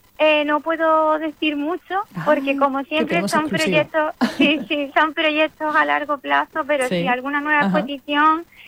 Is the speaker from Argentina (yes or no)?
no; Morón de la Frontera, Andalusia, Spain; como es el caso de que ahora pues puedo disfrutar de proyectos en mi tierra.